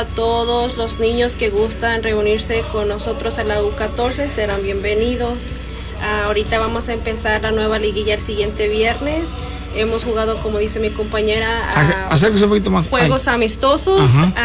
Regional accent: Moctezuma, San Luis Potosí, Mexico; moved away; Yo soy de Moctezuma

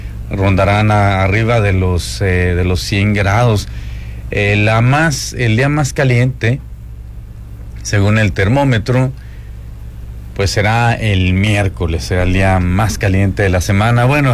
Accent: Mexico; now in United States; que viene siendo como el IFE para nosotros, el mexicano

